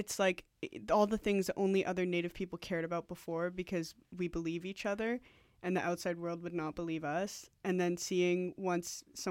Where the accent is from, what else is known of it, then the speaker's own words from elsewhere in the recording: Oliver, British Columbia, Canada; now in Vancouver, Canada; my hometown Oliver